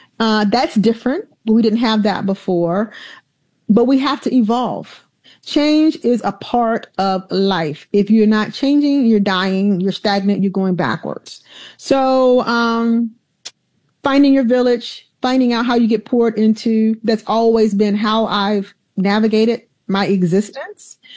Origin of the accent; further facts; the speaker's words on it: Alabama, United States; I grew up in Alabama in the 60s and 70s.